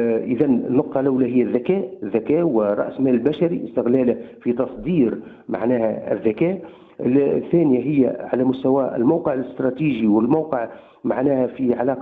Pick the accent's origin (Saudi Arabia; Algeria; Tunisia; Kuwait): Tunisia; إحنا كاقتصاد تونسي